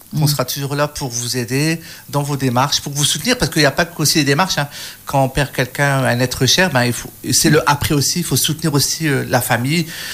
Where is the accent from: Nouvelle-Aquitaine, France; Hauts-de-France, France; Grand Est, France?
Hauts-de-France, France; Tourcoing; Malheureusement, je suis de Tourcoing